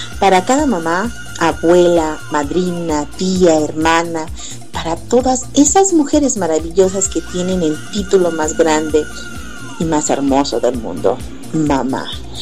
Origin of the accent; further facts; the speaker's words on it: Tizimín, Yucatán, Mexico; desde mi tierra bonita, desde la hermosa tierra Tizimín, Yucatán